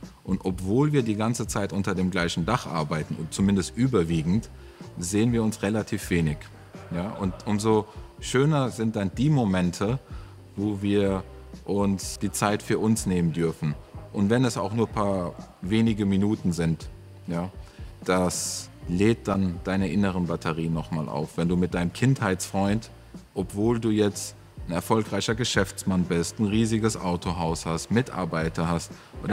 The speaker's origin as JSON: {"language": "German", "country": "Armenia", "said": "Er hat mich gefragt, was bist du? Habe ich gesagt, Armenier."}